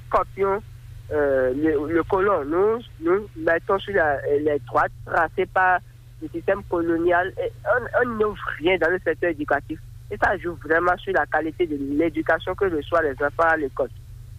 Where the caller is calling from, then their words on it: Abomey-Calavi, Atlantique, Benin; Dans l'arrondissement d'Akasato, dans la commune d'Aboumekala.